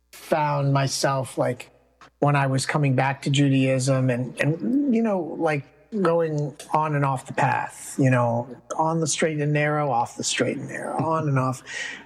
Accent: Atlanta, Georgia, United States; Atlanta. I'm from Atlanta.

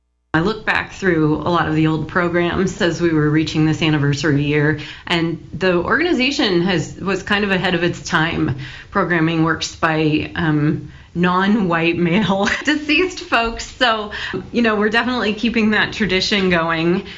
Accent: Portland, Oregon, United States; I grew up here in the Portland, Oregon area

